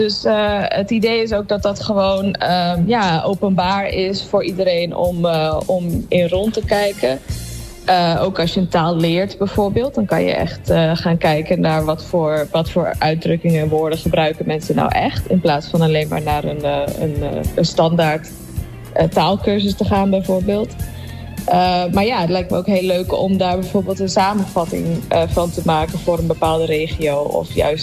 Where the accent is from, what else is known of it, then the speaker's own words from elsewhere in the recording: Emmen, Drenthe, Netherlands; moved away; also born or lived in Leiden; Mijn moeder is Fries en ik ben zelf opgegroeid in Emmen. En dan heb je gewoon eigenlijk heel veel verschillende talen om je heen. Maar je merkt ook, ik heb in Leiden gestudeerd.